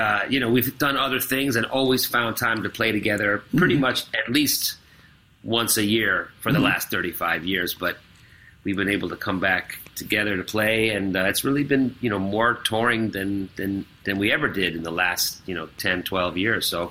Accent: New York City, New York, United States; He's from the Boston area, and I'm from New York City

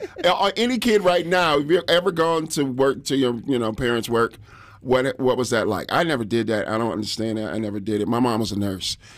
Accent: Detroit, Michigan, United States; growing up in Detroit

